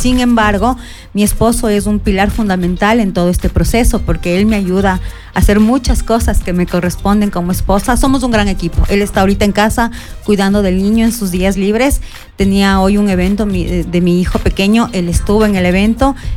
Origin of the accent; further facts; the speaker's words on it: Otavalo, Imbabura, Ecuador; born there; Bueno, yo soy una mujer otavaleña. Mi madre es del Oro, mi padre es de Otavalo, nací en Otavalo.